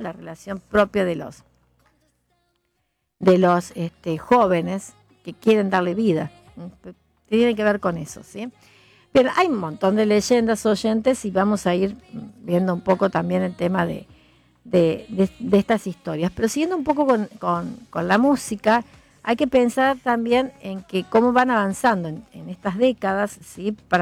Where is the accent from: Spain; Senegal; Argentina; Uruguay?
Argentina